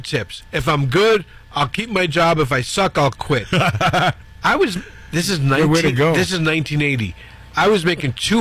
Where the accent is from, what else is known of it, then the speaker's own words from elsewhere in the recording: New York City, New York, United States; Because I grew up in New York City.